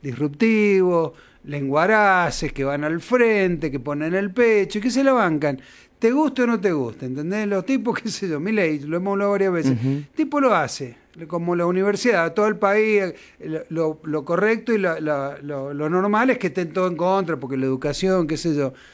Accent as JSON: {"language": "Spanish", "region": "Mendoza", "country": "Argentina", "said": "Porque somos mendocinos pata a la rastra."}